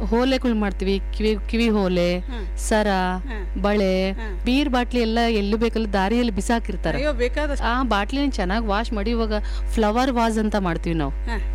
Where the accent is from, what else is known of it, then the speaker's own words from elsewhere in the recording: Hanumanahalli, Karnataka, India; ನನ್ನ ತವ್ರ ಮನೆ ಗಂಗಾವತಿ, ಅದ್ರ ಹತ್ರದಲ್ಲಿ ಬರೋ ಹನುಮನಹಳ್ಳಿ. ಇವಾಗ ಅಂಜಿನಾದ್ರಿ ಬೆಟ್ಟ ಅಂತಾರಲ್ಲ ಅದೇ ಊರು ನನ್ನ ಊರು.